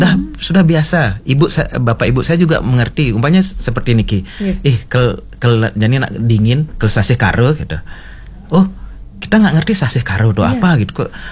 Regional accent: Gianyar, Bali, Indonesia; moved away; desa asal saya juga menjadi Gianyar, walaupun saya tidak tinggal di sana ya, jarang-jarang ke sana

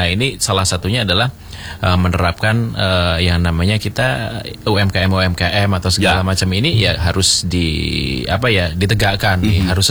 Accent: Yogyakarta, Special Region of Yogyakarta, Indonesia; sebagai orang Jogja asli ya

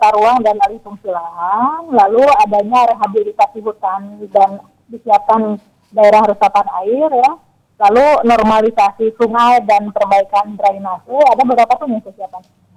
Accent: West Java, Indonesia; di kita, Jawa Barat

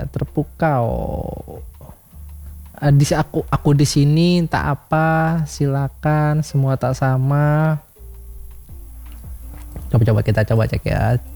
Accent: West Sumatra, Indonesia; Aku Minang, aku gak lancar.

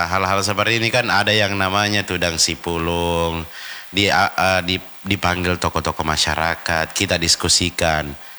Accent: South Sulawesi, Indonesia; sebagai orang Bugis, kita Bugis atau orang Sulawesi Selatan lah

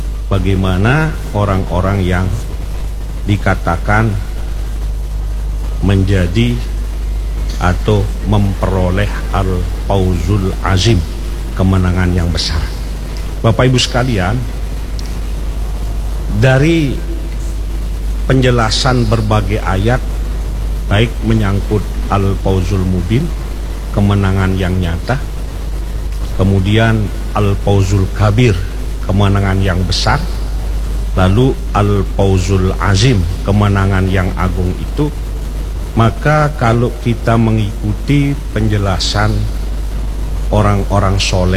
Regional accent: West Nusa Tenggara, Indonesia; Wajar kita ya, orang Lombok, Pulau Seribu Masjid ini kalau menyangkut bangunan masjid, ya kita pantaslah berbangga dan bersyukur kepada Allah.

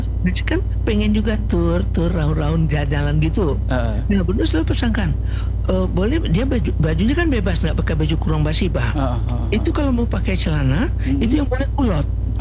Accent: West Sumatra, Indonesia; Kalau kita Minang enggak pakai batik di bawah.

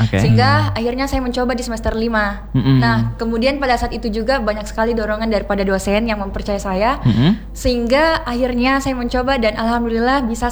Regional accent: Makassar, South Sulawesi, Indonesia; born there; also born or lived in Bandung, West Java; Di Makassar itu mulai SD

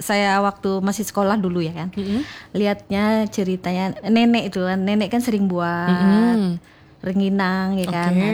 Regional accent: West Java, Indonesia; Iya, memang okay. saya dari Jawa Barat Sunda mm-hmm. ya kan. Mm-hmm. Iya, orang mama sama nenek kan memang orang Sunda dia kan.

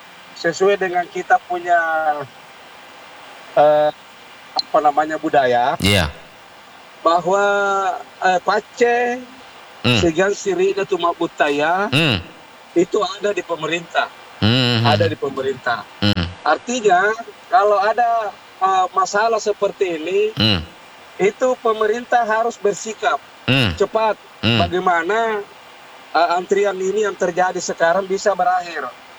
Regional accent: South Sulawesi, Indonesia; sehingga kita orang Sulsel ini bisa menikmati yang tidak antri lagi untuk mendapatkan BBM.

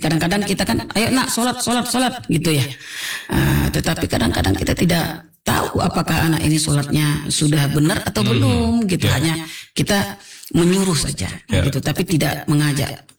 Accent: Tanjung Balai, North Sumatra, Indonesia; Yang Tanjung Balai ini daerah saya nih.

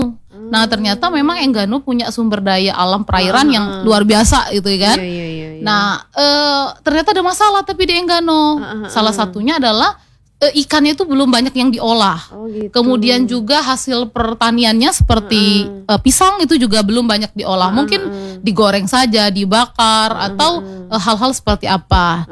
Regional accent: South Sumatra, Indonesia; moved away as an adult; now in Bengkulu, Indonesia; Dulu saya sebenarnya asalnya tuh bukan dari Bengkulu. Jadi asalnya dari Sumatera Selatan. Lama di enggak ngajar di Palembang, Lahat gitu kan.

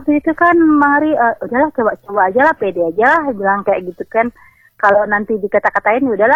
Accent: Padang, West Sumatra, Indonesia; Benar lahir besar di Padang

